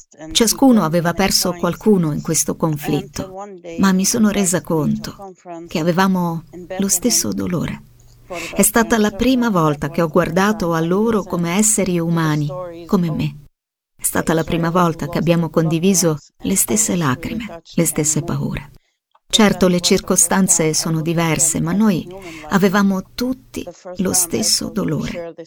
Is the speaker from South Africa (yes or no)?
yes; South Africa; Io sono nata in Sudafrica e cresciuta assieme ai movimenti contro l'apartheid.